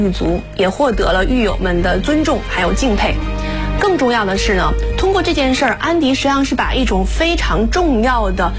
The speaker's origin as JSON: {"language": "Chinese", "country": "China", "said": "这其实跟我们中国人啊所追寻的那种不忘初心方得始终，应该讲是遥相呼应的。"}